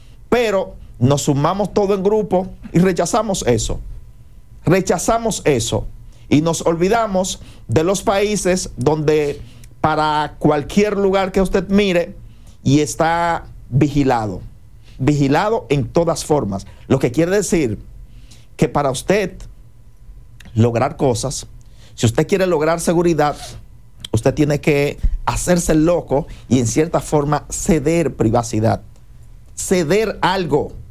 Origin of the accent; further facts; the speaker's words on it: Dominican Republic; nosotros como país, como República Dominicana.